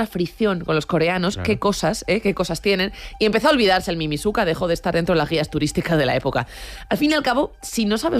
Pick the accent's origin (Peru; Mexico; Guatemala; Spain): Spain; Madrid, Community of Madrid; Y a ti y a mí, Guillén, pues que somos de Aluche, esto nos pilla un poco lejos